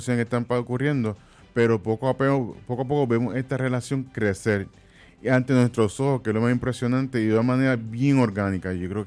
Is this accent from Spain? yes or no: no; Puerto Rico; yo creo que algo que debo como puertorriqueño conversarlo